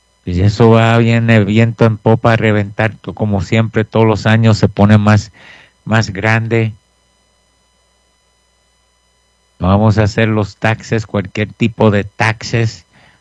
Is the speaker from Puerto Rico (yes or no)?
yes; Puerto Rico; Yo estoy acostumbrado a ser el único boricua en el salón.